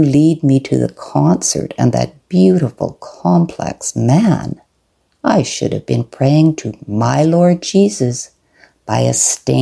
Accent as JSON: {"language": "English", "town": "Saskatoon", "region": "Saskatchewan", "country": "Canada", "said": "I am from Saskatoon"}